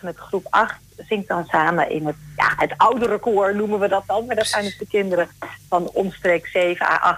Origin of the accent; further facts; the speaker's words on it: Amsterdam, North Holland, Netherlands; now in Apeldoorn, Netherlands; ik kom oorspronkelijk uit Amsterdam.